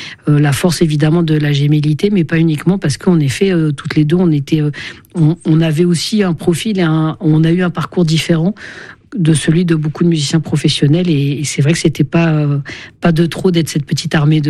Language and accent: French; Île-de-France, France; j'ai grandi en Seine-Saint-Denis, dans ce quartier populaire